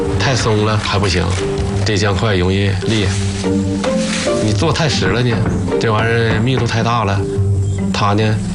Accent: Northeast China, China; 咱们东北人是离不开酱的

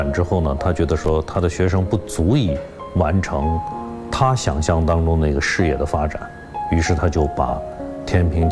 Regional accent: China; 当然忠于祖国，忠于人民，这是我们作为一个中国人基本的要求。

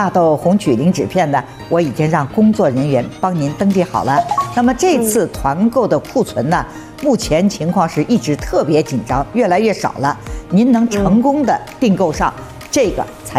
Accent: Shanghai, China; 我们上海话叫个俗，普通话就叫划算。

